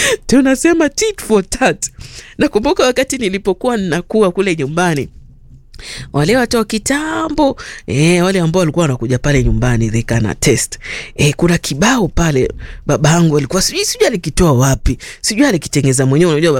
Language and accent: Swahili; Garsen, Tana River County, Kenya; Alafu akajipata akawa ameenda pale Garseni pale Tana River. So mimi nikajipata nimezaliwa Tana River.